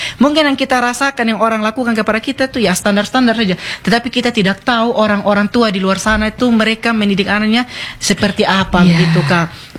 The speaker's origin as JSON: {"language": "Indonesian", "region": "East Nusa Tenggara", "country": "Indonesia", "said": "apalagi kalau zaman-zaman tanam padi kita orang Sumba itu terkadang orang tua bilang begini di anak-anak."}